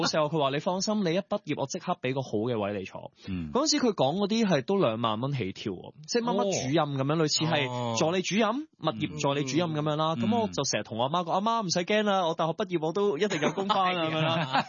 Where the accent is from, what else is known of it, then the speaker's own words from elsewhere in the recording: Hong Kong; first language Cantonese; 咁得我一個香港人嘅啫